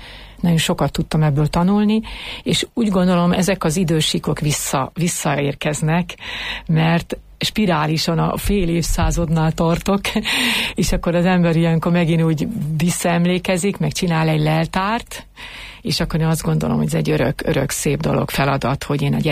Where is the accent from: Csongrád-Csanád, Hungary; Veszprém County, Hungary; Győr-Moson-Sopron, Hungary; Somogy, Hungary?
Somogy, Hungary; Siófok; moved away; egy darabig mi új helyen laktunk, és utána költöztünk Siófokra, és ott kereszteltettem meg magamat